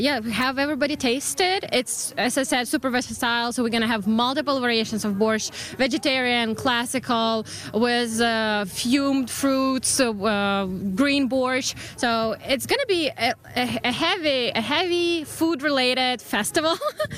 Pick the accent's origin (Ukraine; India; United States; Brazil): Ukraine; moved away as an adult; also born or lived in Toronto, Canada; now in Quebec, Canada; I'm Canadian-Ukrainian